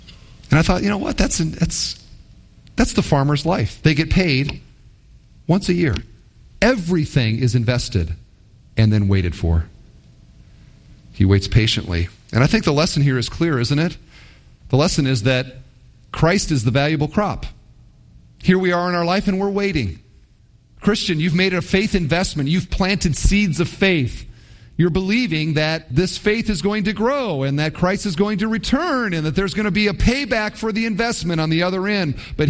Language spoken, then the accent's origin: English; Iowa, United States; When I say I'm from Iowa, I will often hear, "Oh, did you grow up on a farm?"